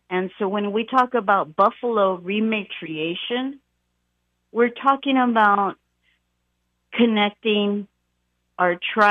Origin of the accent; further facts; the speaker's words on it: San Antonio, Texas, United States; moved away as an adult; also born or lived in Boulder, Colorado; I grew up in San Antonio, where Texas is a very difficult state to live in if you're Native.